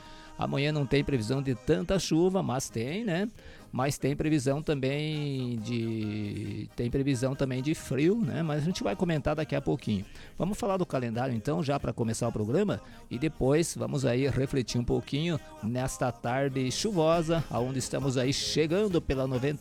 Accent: Brazil; Mas a gente é brasileiro, né?

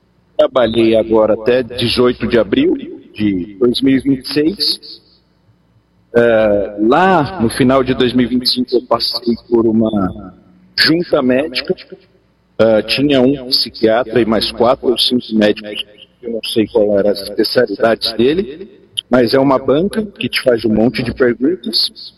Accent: Brazil; Eu, como bom brasileiro curioso

